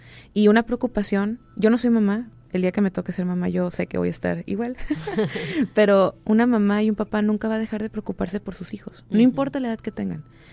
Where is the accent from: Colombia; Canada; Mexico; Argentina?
Mexico; nosotros como mexicanos somos muy acogedores, somos muy de abrazar a la gente también